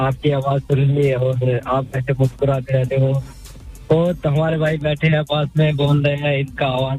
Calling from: Saharanpur, Uttar Pradesh, India; UP Saharanpur.

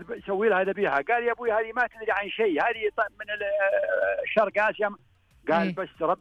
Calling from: Al Namas, Asir, Saudi Arabia; أكلمك من نماص.

